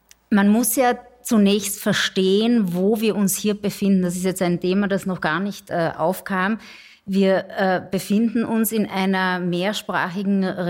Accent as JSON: {"language": "German", "town": "Klagenfurt", "region": "Carinthia", "country": "Austria", "said": "ich komme aus Klagenfurt."}